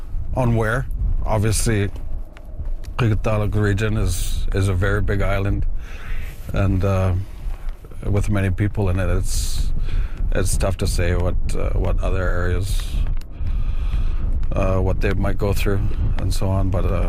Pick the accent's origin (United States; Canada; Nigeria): Canada; Puvirnituq, Quebec; I remember when I was growing up in Pontnatuk, there was a quite large amount.